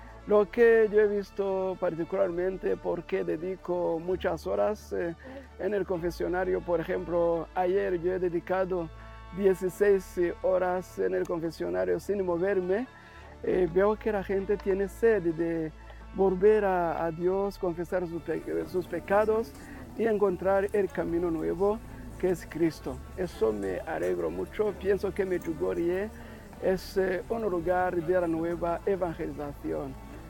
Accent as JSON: {"language": "Spanish", "country": "Rwanda", "moved": "as an adult", "lives_now": "Sigüenza, Spain", "said": "Soy de Ruanda, llevo 27 años de sacerdocio, pero hago mi misión en Madrid, en España. Hace 18 años yo estoy en Sigüenza, Guadalajara"}